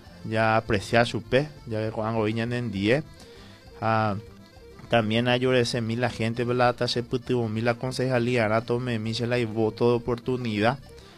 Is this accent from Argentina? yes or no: no; Paraguay; Somos gente que tenemos una rica historia nacional como paraguayo